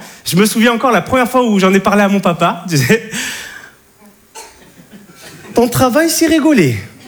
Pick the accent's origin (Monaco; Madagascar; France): Monaco; Monte Carlo; je suis de Monaco, Monte Carlo. Voilà. Le rocher, le prince, les princesses, hein, le Grand Prix de Monaco, les Arabes. Non, non, je suis l'arabe de Monaco.